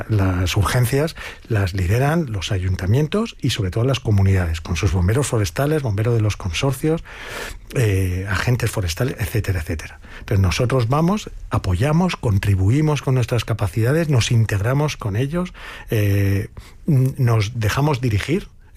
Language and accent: Spanish; Spain; que en el fondo es un ciudadano de España, como somos los españoles, es que somos empáticos por naturaleza.